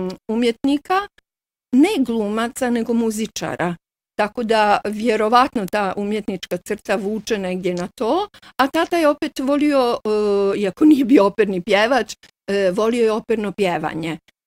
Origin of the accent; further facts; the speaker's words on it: Živinice, Federation of Bosnia and Herzegovina, Bosnia & Herzegovina; born there; also born or lived in Tuzla; Naime, ja sam rođena u Živinicama, a znam da tu i tamo poneko napiše Tuzla, jer sam ja živjela puno godina u Tuzli, da.